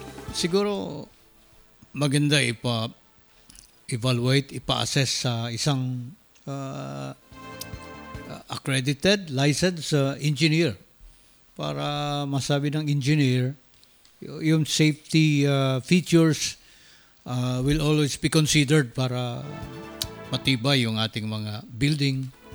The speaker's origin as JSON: {"language": "Tagalog", "town": "Davao", "region": "Davao Region", "country": "Philippines", "tie": "born or raised there", "said": "Sa Davao mismo, yung hometown ko, ang tinumbok agad ng kwento."}